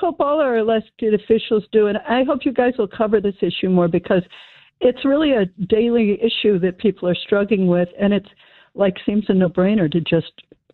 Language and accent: English; Glenview, Illinois, United States; But I'm from Glenview, and a lot of suburbs and the suburban conferences were opposing this